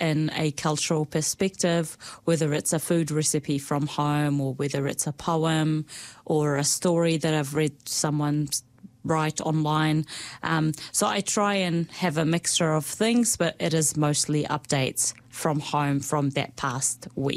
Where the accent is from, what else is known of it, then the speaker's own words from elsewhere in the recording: Hebron, West Bank, Palestine; moved away as an adult; now in New Zealand; Yes, well … I come from Hebron, Palestine. I have been in New Zealand for since 2008. I turned 31 yesterday.